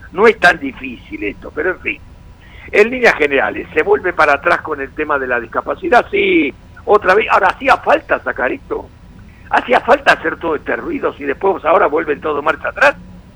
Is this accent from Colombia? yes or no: no; Argentina